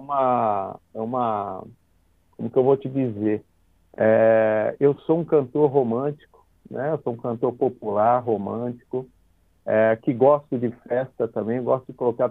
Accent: São Caetano do Sul, São Paulo, Brazil; first language Portuguese; now in São Paulo, Brazil; Sou de São Caetano do Sul. Hoje, aqui em São Paulo, eu moro aqui, né, há um tempo já.

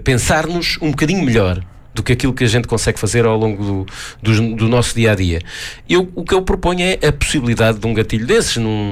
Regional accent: Gafanha da Nazaré, Aveiro, Portugal; moved away as an adult; also born or lived in Coimbra; a rádio na altura pirata da minha terra

